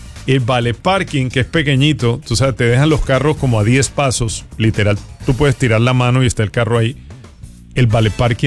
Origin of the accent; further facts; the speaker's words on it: Colombia; moved away; yo soy colombiano